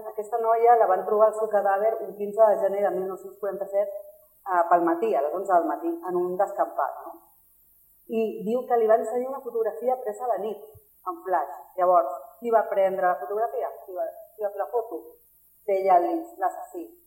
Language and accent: Catalan; El Papiol, Catalonia, Spain; also born or lived in Badalona; now in Cubelles, Spain; Doncs vinc del Papiol. Ah. Badalona, el Papiol i ara...